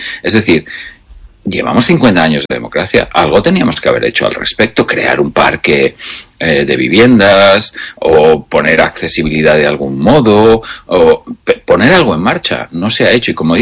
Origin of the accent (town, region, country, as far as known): Zaragoza, Aragon, Spain; born or raised there